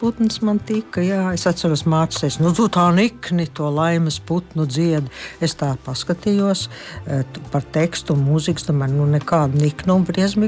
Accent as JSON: {"language": "Latvian", "region": "Courland", "country": "Latvia", "said": "Es jau tā kā kurzemniece"}